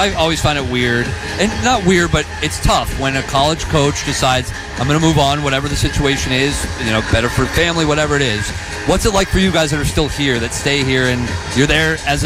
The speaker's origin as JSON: {"language": "English", "town": "Sarasota", "region": "Florida", "country": "United States", "said": "I'm from Sarasota"}